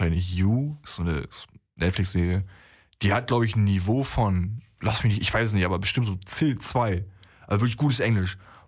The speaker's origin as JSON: {"language": "German", "country": "Germany", "first_language": "German", "said": "ich bin Deutscher. So, es ist meine Muttersprache."}